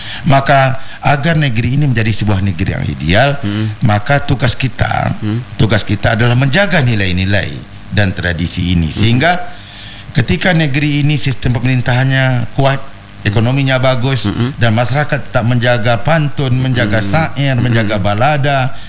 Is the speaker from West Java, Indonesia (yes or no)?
no; Bengkalis, Riau, Indonesia; Budaya kita Melayu yang ada di Bengkalis